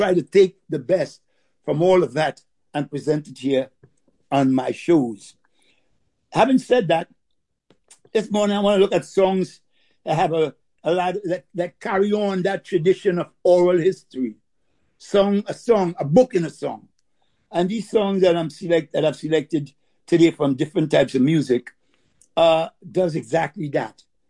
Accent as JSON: {"language": "English", "country": "Trinidad & Tobago", "said": "I'm from Trinidad."}